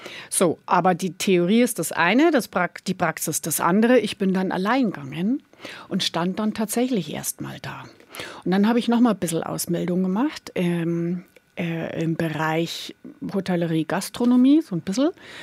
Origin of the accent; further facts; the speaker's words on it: Ismaning, Bavaria, Germany; moved away as an adult; now in Hallig, Germany; Also ich bin in Ismaning groß geworden und habe, sage ich mal, meine Lehrzeit wirklich in Ismaning gehabt. Also Kindergarten, Schule, Ausbildung und die ersten Jahre im Beruf.